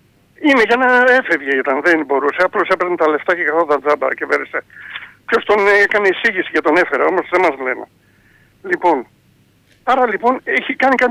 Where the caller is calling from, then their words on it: Attica, Greece; από τα Βόρεια Προάστια.